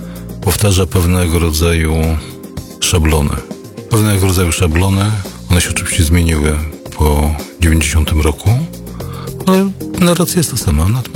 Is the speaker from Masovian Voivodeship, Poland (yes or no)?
yes; Warsaw, Masovian Voivodeship, Poland; My jesteśmy warszawiakami, historykami